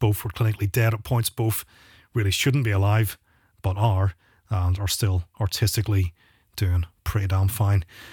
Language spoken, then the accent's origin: English; Antrim, Northern Ireland, United Kingdom; now in Luxembourg; my hometown of Antrim